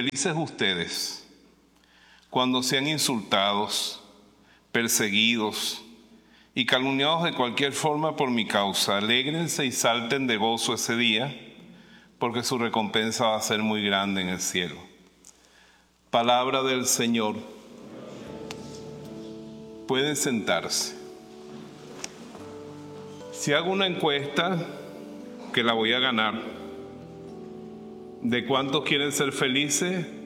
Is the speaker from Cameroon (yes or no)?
no; Venezuela; Yo soy de Venezuela.